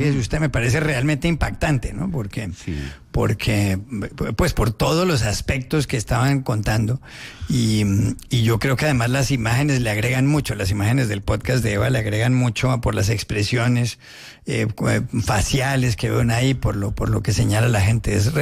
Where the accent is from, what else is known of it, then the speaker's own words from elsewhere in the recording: Cali, Valle del Cauca, Colombia; born there; Yo nací en Cali, tengo muchos nexos con Popayán, que es una ciudad a la que quiero mucho, además, y admiro mucho.